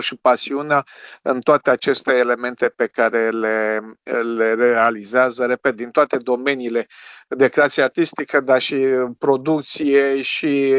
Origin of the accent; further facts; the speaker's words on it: Romania; sunt mândru că sunt român, sunt proud to be Romania